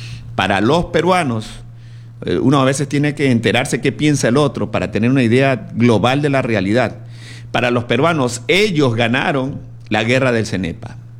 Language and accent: Spanish; Ecuador